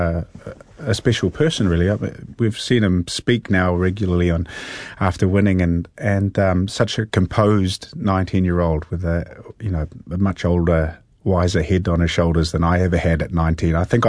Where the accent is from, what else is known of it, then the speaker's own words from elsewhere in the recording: Hastings, Hawke's Bay, New Zealand; I grew up in Hastings.